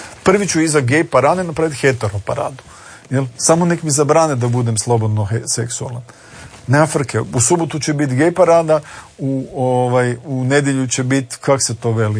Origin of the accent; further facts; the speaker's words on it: Croatia; ja sam tu, ajmo reći, neki kvazi nacionalist, pa kažem, mi smo Hrvati u pubertetu